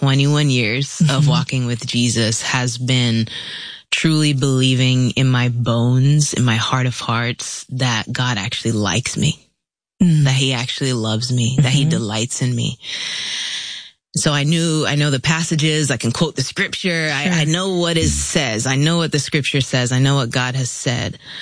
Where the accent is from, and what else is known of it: Orlando, Florida, United States; born or raised there; also born or lived in Philippines